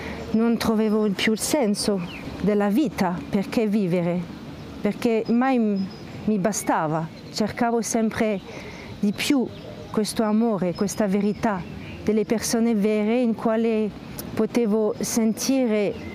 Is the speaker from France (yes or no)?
yes; France; Italian is a second language; now in Italy; sono cresciuta in Francia, in una famiglia dove Dio non c'era proprio. C'era di tradizione perché la mia madre è polacca, quindi sono stata battezzata alla comunione